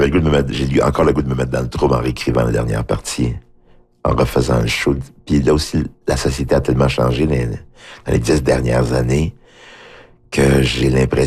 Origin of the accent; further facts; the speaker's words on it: Haiti; Je dis, oui, je viens d'Haïti, mais je suis en Haïti, mais qu'est-ce que ça veut dire?